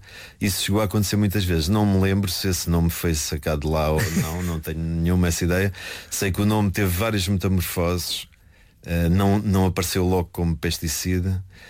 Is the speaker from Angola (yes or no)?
no; Sacavém, Lisbon, Portugal; also born or lived in Bucelas / Beato, Lisbon; now in Lisbon, Portugal; Eu nasci em Bucelas, Conselho de Loures, e fui muito pequeno, tipo 3 anos, para Sacavém. A minha infância apesar de viver em Sacavém, eu andei na escola primária e depois preparatória no Beato.